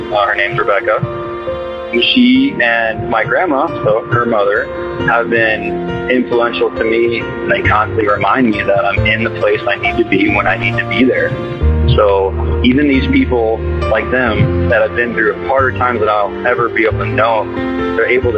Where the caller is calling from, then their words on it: Tucson, Arizona, United States; I'm from Tucson